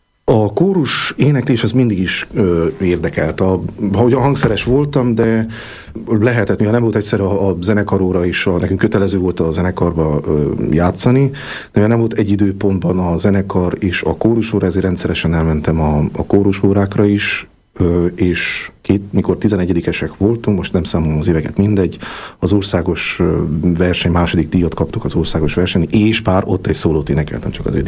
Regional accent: Sfântu Gheorghe, Covasna, Romania; moved away as an adult; also born or lived in Piatra Neamț; now in Cluj-Napoca, Romania; én Sepsiszentgyörgyön születtem

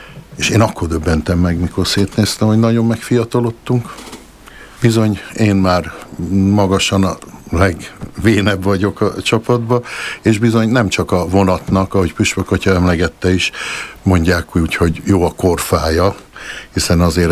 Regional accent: Erdőkürt, Nógrád, Hungary; életemben erdőkürtöt is, a szülőfalumot is alig hagytam

